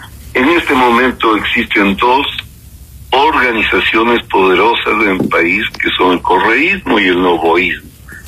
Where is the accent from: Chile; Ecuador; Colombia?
Ecuador; nosotros deberíamos como ecuatorianos